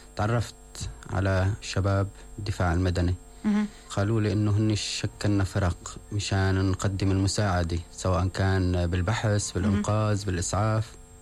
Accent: Syria; نحن كسوريين

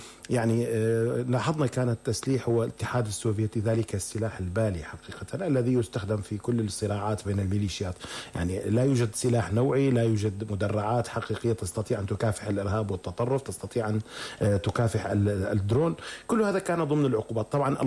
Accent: Syria

